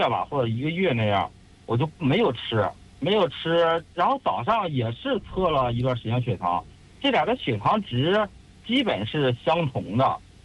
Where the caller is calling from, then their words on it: Shijiazhuang, Hebei, China; 啊，对，我是石家庄的听众